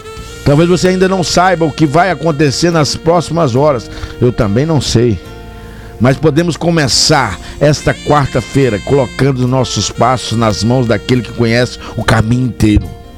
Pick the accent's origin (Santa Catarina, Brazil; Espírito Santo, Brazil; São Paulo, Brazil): Espírito Santo, Brazil; Cachoeiro de Itapemirim; Eu sou aqui da cidade de Cachoeira, Itapemirim, do estado do Espírito Santo.